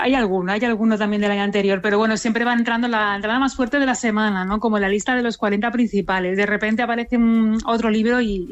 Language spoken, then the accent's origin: Spanish; Andratx, Balearic Islands, Spain; ambientada en Andratx, que es mi pueblo